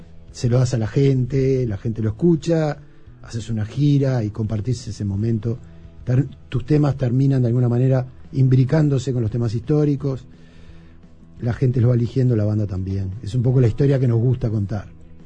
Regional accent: Montevideo, Uruguay; Yo vivía cerca de ahí. Como niño me crié en Villa Dolores. y íbamos mucho al zoológico y al planetario.

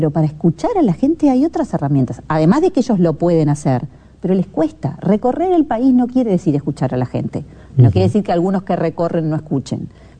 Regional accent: Uruguay

